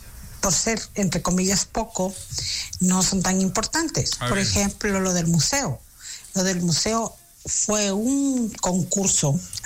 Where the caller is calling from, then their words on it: Ecuador; los ecuatorianos no estamos pidiendo.